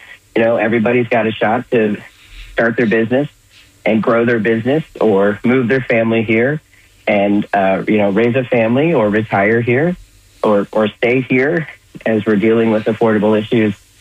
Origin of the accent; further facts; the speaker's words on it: Florida, United States; I mean, I'm from Florida. I'm kind of fresh.